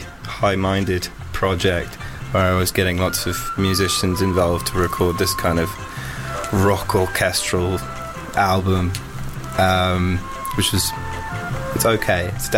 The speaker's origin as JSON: {"language": "English", "region": "London", "country": "United Kingdom", "tie": "born or raised there", "said": "I grew up in Clapham."}